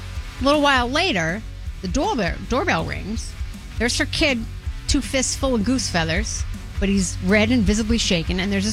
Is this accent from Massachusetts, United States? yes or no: yes; Boston, Massachusetts, United States; growing up in East Boston